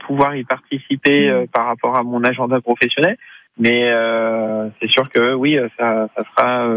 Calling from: Nouvelle-Aquitaine, France; J'habite en Charente.

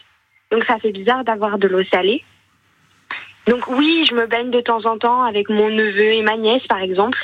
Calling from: Occitanie, France

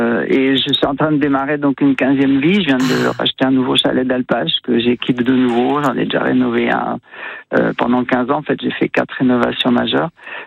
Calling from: Auvergne-Rhône-Alpes, France; je ne vis pas à Chambéry, je vis à Pézenhangrois

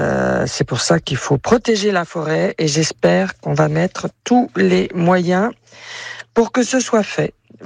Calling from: Chambray-lès-Tours, Centre-Val de Loire, France

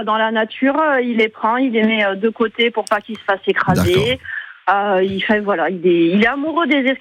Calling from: Prats-de-Mollo-la-Preste, Occitanie, France; J'habite à Prats-au-Moyau, mais on travaille au Tech.

